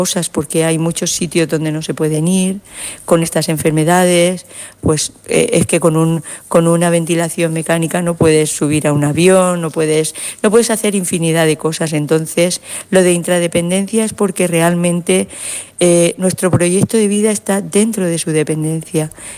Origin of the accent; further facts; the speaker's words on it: Elche, Valencian Community, Spain; yo vengo de Elche, de la Comunidad Valenciana